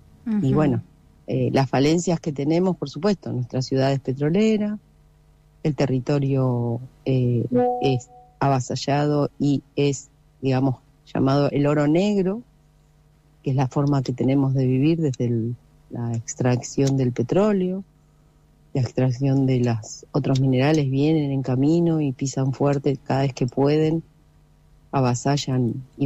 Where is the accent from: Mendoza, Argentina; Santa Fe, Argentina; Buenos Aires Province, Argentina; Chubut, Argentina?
Chubut, Argentina; Comodoro Rivadavia; Soy de Comodoro Rivadavia.